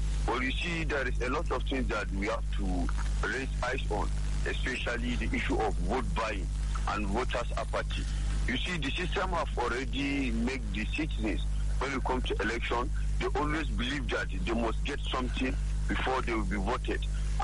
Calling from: Jos, Plateau, Nigeria; I'm calling from Jos Plateau State.

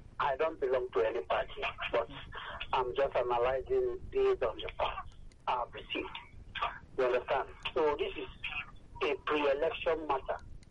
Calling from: Abaranje, Lagos, Nigeria; I'm calling from Abaronje.

